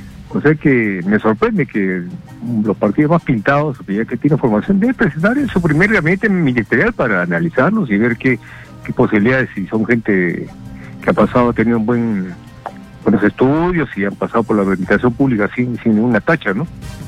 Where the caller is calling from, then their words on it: Lima, Peru; acá de Zárate